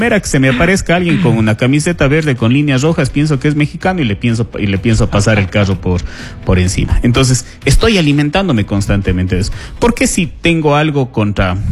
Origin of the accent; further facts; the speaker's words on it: Cuenca, Azuay, Ecuador; yo soy cuencano